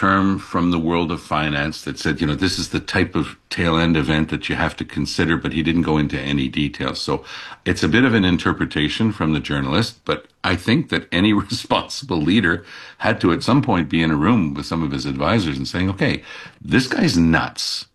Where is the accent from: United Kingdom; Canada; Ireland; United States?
Canada; because we're Canadian, eh?